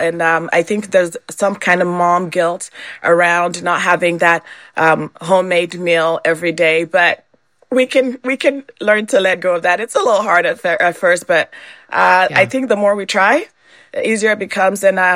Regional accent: Ghana; I'm also, I mentioned I'm from Ghana, West Africa. So I like to feed my kids Ghanaian food.

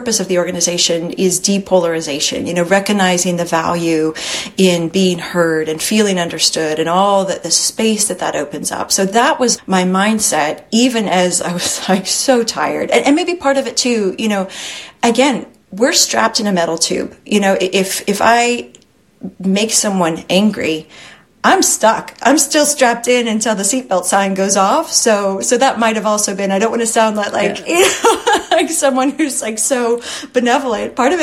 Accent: Texas, United States; I grew up in Texas. You know, I grew up in a really red spot.

